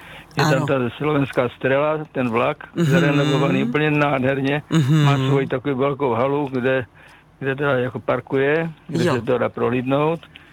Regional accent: Žeravice, South Moravian Region, Czechia; moved away; also born or lived in Kyjov; První místo moje na světě se jmenuje Žeravice, obec Žeravice.

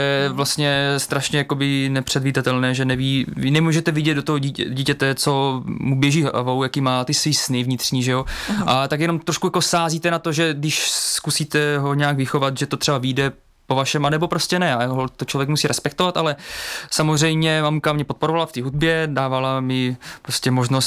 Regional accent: Olomouc, Olomouc Region, Czechia; also born or lived in Catalonia, Spain; já jsem se narodil v Olomouci, jenom vím, že jsem asi jako malej, možná když mě byl rok, 2 roky, tak jsem tam žil nějakou dobu v tom Katalánsku

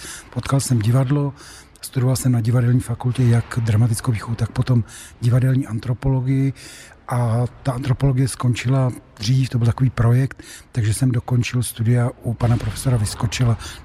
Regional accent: Cheb, Karlovy Vary Region, Czechia; moved away as an adult; also born or lived in České Budějovice / Aš; Já jsem rodák z Chebu, to město mám do dneška rád, tam jsem taky vychodil gymnázium

